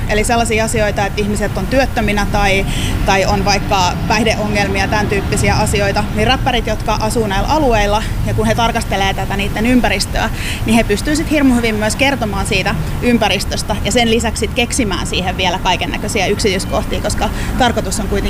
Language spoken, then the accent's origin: Finnish; Espoo, Uusimaa, Finland; Mä oon itse espoolainen alun perin